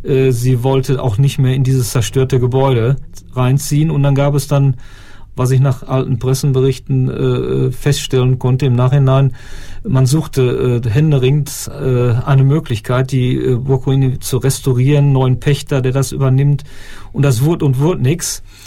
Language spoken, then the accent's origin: German; Bochum, North Rhine-Westphalia, Germany; moved away as an adult; Ich komme aus Bochum